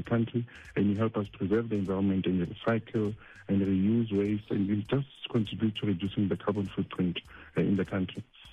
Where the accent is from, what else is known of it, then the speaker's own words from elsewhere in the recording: South Africa; So as proudly South African